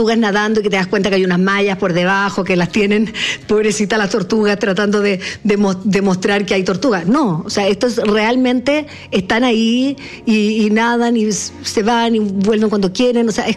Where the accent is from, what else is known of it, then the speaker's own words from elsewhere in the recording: Chile; no puede ser que uno como chileno, si tiene la posibilidad, evidentemente